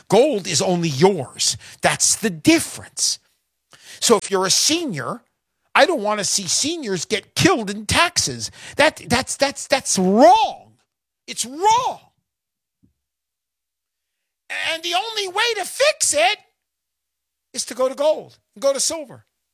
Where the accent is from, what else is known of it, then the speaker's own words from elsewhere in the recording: California, United States; Southern California.